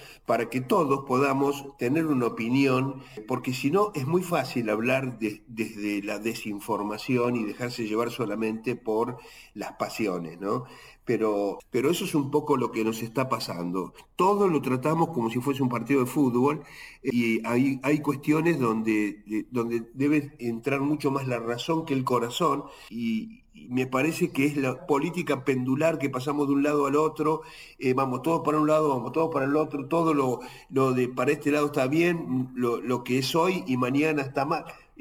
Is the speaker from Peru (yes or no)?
no; Argentina